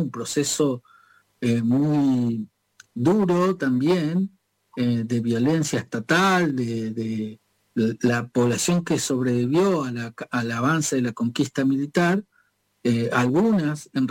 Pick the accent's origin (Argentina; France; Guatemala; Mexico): Argentina